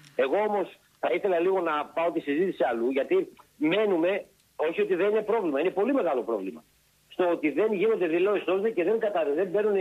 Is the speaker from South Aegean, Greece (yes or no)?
no; Antigonos, Western Macedonia, Greece; Στο χωριό μου, από εκεί που κατάγομαι εγώ και εκεί που ζω, έτσι, στο Αντίγονο